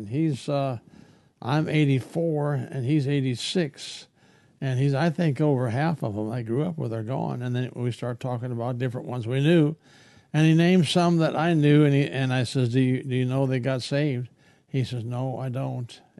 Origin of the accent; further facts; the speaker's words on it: South Dakota, United States; moved away as an adult; now in Texas, United States; I'll mention my home state, and that is South Dakota.